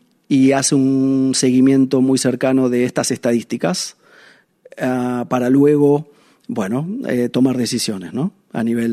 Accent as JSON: {"language": "Spanish", "country": "Argentina"}